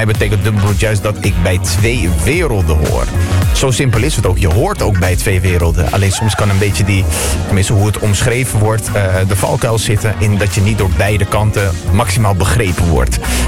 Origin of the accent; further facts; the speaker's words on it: Netherlands; We zijn allemaal gewoon geboren en getogen in Nederland. We zijn officieel gewoon Nederlander, hè?